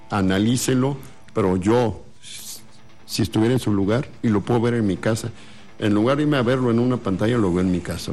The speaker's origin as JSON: {"language": "Spanish", "country": "Mexico", "said": "Pero somos mexicanos."}